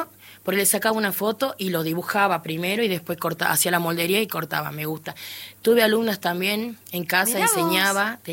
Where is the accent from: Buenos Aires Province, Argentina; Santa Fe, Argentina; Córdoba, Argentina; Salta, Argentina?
Salta, Argentina; Embarcación; now in Buenos Aires, Argentina; En realidad, yo no soy de acá de Capital. Ajá. Vengo del norte, de embarcación.